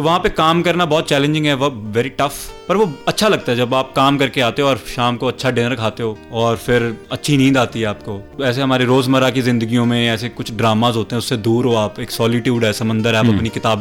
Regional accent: Hayat Nagar, Punjab, India; also born or lived in Batala; जी, मेरा जन्म बटाला शहर, जो गुरदासपुर के पास में ही है, वहाँ हुआ। और जो मेरा गाँव है वो है हयात नगर, जो की 6 to 7 kilometers दूर है गुरदासपुर सिटी से। मेरा बचपन सारा गुरदासपुर में गाँव में ही बीता

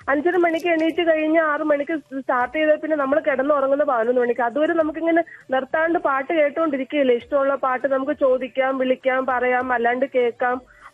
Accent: Thiruvananthapuram, Kerala, India; now in Paravur, India; തിരുവനന്തപുരത്താണ് എന്റെ നാട്.

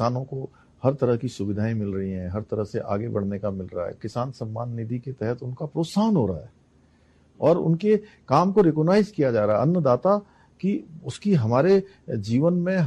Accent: Uttarakhand, India; मैं उत्तराखंड में पैदा हुआ हूँ, बड़ा हुआ हूँ

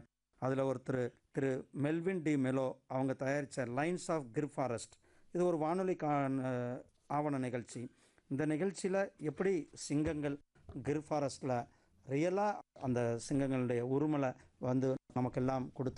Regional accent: Namakkal, Tamil Nadu, India; ஏன்னா அவர் சேலத்துக்காரர், இவர் கோயம்புத்தூர்காரர், நான் நாமக்கல்காரர்.

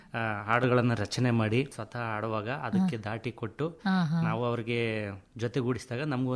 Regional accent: Karnataka, India; ಮೂಲತಃ ನೀವು ಹೇಳಂಗೆ ನಾವು ಜೋಡಿ ಗುಬ್ಬಿ. … … ಅಂತ. ನಾವು ಹಳ್ಳಿಯಿಂದ ಬಂದಂತ ಜನಗಳು

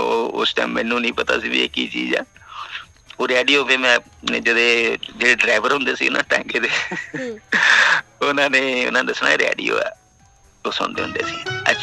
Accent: Kotli Than Singh, Punjab, India; ਔਰ ਮੈਂ ਸਵਾਰੀ ਕੀਤੀ ਸੀਗੀ, ਸਾਡੇ ਪਿੰਡ ਦੋ ਤਾਂਗੇ ਚੱਲਦੇ ਹੁੰਦੇ ਕੋਟਲੀ ਥਾਨ ਸਿੰਘ ਤੋਂ ਰਾਮਵਲੀ ਤੱਕ

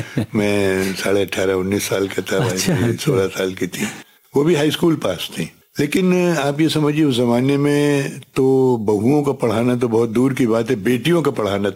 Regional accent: Lucknow, Uttar Pradesh, India; मेरा जन्म लखनऊ में हुआ, मेरी सारी शिक्षा लखनऊ में हुई, मैंने जॉब भी लखनऊ में किया

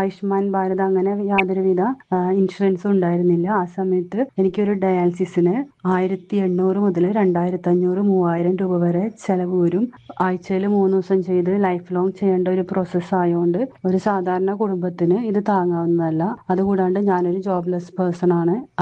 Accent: Thrikkakara, Kerala, India; ഞാൻ എറണാകുളം തൃക്കാക്കര സ്വദേശിനിയാണ്.

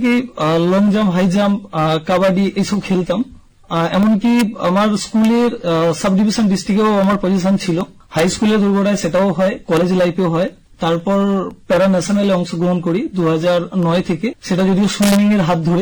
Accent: West Bengal, India; হুগলির পুরুষরা, রসুলপুর গ্রামে আমার জন্ম।

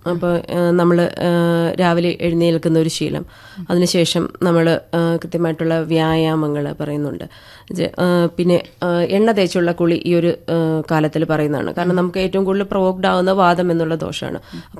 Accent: Kerala, India

